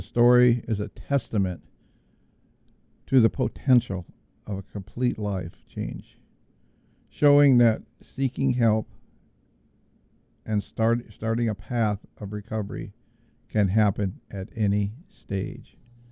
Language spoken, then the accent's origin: English; California, United States; moved away; I'm from California.